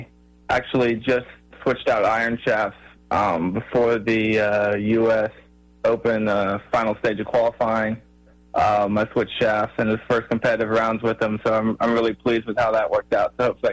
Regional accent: Houston, Texas, United States; I'm from Houston, Texas.

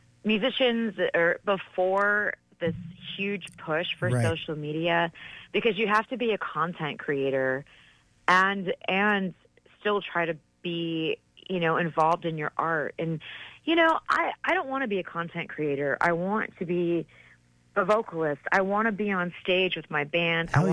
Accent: Michigan, United States; moved away; when I was a teenager growing up in Michigan

